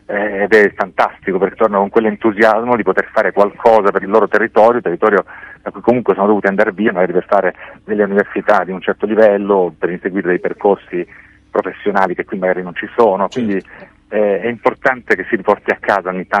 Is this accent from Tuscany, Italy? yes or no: no; Sicily, Italy; now in Milan, Italy; io sono siciliano, vivo a Milano ormai da 36 anni, ma come dico sempre, Milano è la mia città, ma questa è la mia terra